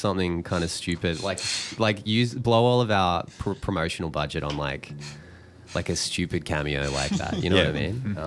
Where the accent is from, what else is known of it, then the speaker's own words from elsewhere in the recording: Canberra, Australian Capital Territory, Australia; moved away as an adult; now in Melbourne, Australia; We're both from the Canberra region.